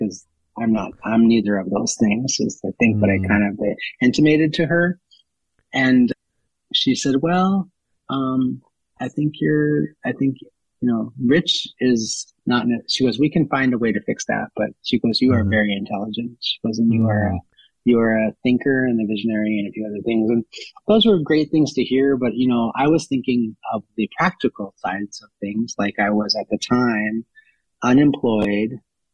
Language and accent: English; Minnesota, United States; moved away as an adult; And then I ended up moving to California when I was 23 years old. I was running away from Minnesota as much as I was running towards something.